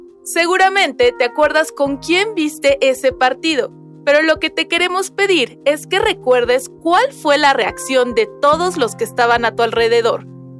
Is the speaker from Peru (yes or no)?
no; Mexico; para nosotros como mexicanos